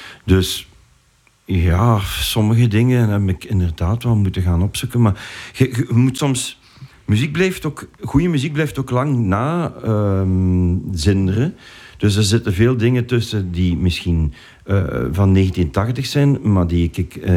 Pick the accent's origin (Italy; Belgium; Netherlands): Belgium; Heppen, Flanders; also born or lived in Hasselt; Ik ben opgegroeid in Heppen, het is te zeggen. Ik heb daar maar gewoond als ik 9 jaar was. En ik ben altijd naar school geweest in Hasselt.